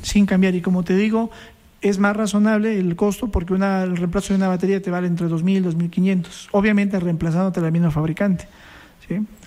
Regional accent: Loja, Ecuador; al menos nosotros que somos de Loja

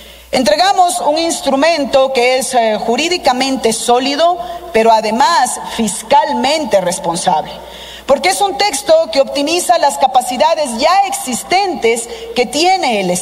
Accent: Loja, Ecuador; Yo soy de Loja y como lojana conozco muy bien las dinámicas entre el centro y la periferia.

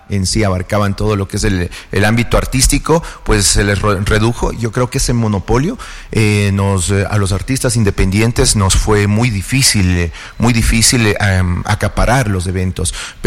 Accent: Pujilí, Cotopaxi, Ecuador; amando más a mi tierra Pujilí.

